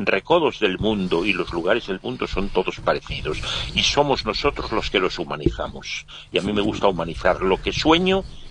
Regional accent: Castile and León, Spain; Mi tierra, que es un pequeño pedazo que está aquí en el noroeste de León

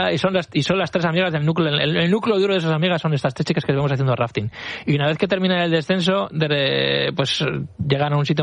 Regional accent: Pozuelo, Castilla-La Mancha, Spain; tirado lo de la de Cuenca, porque en mi pueblo, en el Pozuelo, hay una sima

